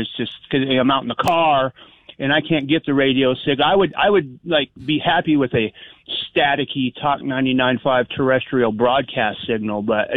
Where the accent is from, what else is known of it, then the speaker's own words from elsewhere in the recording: California, United States; But for years, we had founding fathers fire hydrants in my hometown in California.